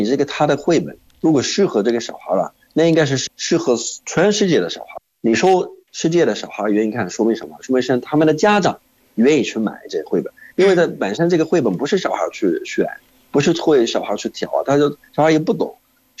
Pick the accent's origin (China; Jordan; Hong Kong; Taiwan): Jordan; Chinese is a second language; 我是来自约旦的